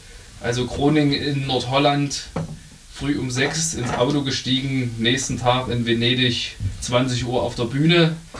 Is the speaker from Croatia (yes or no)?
no; Plauen, Saxony, Germany; moved away; Ich komme ursprünglich aus Plauen. Das ist im Vogtland